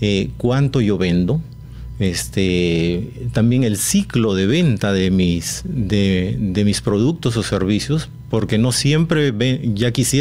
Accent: Talara, Piura, Peru; born there; Mi tierra. Soy nacido en Talara, Piura.

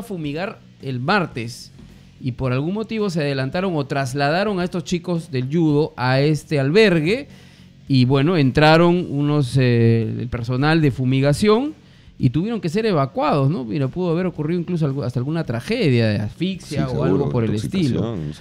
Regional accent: Peru; No solamente somos peruanos, sino también estamos conectados

